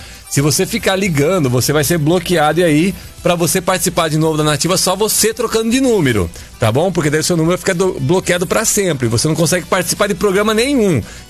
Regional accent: Araras, São Paulo, Brazil; Araras, minha cidade, minha terra natal de Araras.

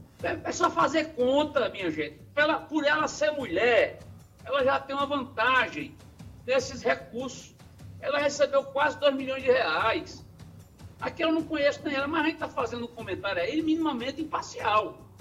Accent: Cajazeiras, Paraíba, Brazil; Em Cajazeira, lá em Cajazeira, na minha terra, 419.

